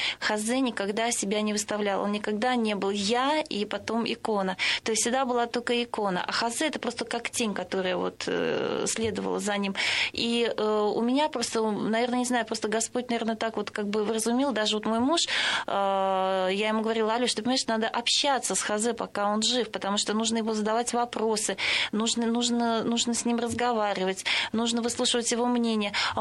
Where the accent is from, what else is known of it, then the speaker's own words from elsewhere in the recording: Russia; moved away; я сказала тогда еще на ломаном английском, что … что я из России.